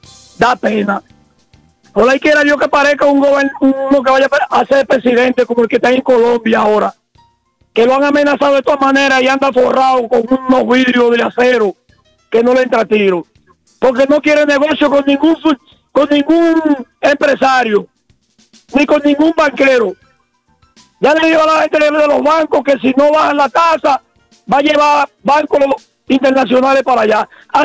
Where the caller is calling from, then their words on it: Baní, Peravia, Dominican Republic; la ministra de Salud de aquí de Baní